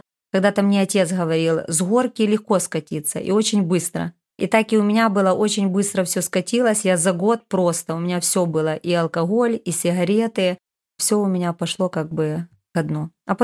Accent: Rivne, Rivne Oblast, Ukraine; я из Ровно. Мне 50 лет скоро будет.

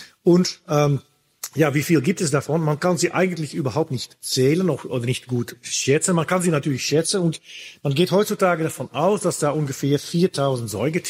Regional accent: Netherlands; Ursprünglich komme ich aus Holland, in den Niederlanden eigentlich, da habe ich auch studiert, da habe ich meine Promotionsforschungen gemacht.

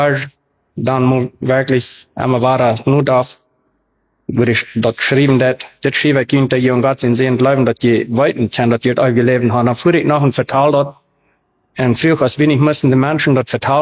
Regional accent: Paraguay; German is a second language; also born or lived in Mexico; Ich bin in Mexiko geboren und in diesem 1973, meine Eltern traten in Paraguay, als ich ein Jahr wie, mit etwa ein Jahr. Da sind ich dann die meiste Zeit abgewachsen.

